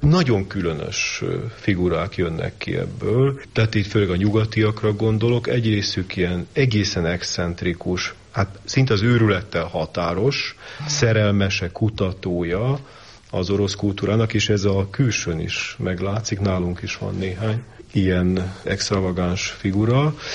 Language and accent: Hungarian; Hungary; és én magyar vagyok